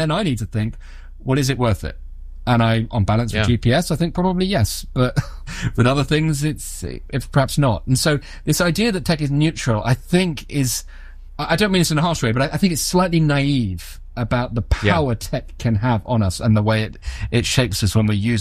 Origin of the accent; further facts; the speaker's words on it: United Kingdom; And then because I'm British, I finished by saying thank you, to AI